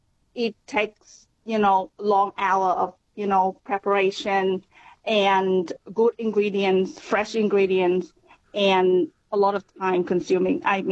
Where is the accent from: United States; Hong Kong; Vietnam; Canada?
Vietnam; moved away as an adult; now in Northern Territory, Australia; my hometown in Vietnam is growing very fast, and we got a great number of, you know, expats living in my hometown from, you know, over the world, India, from European countries, from America.